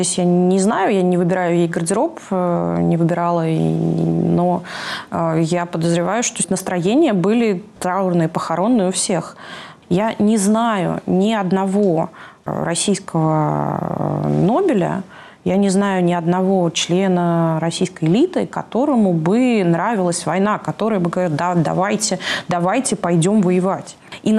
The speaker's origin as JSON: {"language": "Russian", "country": "Ukraine", "said": "В моем свидетельстве о рождении написано, что я украинка, потому что я вообще из советской семьи"}